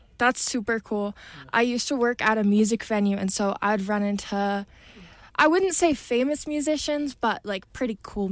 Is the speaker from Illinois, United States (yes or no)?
yes; Chicago, Illinois, United States; moved away as an adult; I'm from Chicago. I went to college out there, and now I'm here.